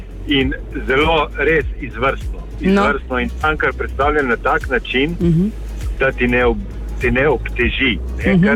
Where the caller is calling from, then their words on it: Braslovče, Savinja, Slovenia; jaz sem tle iz Braslovč, oziroma iz Matevža.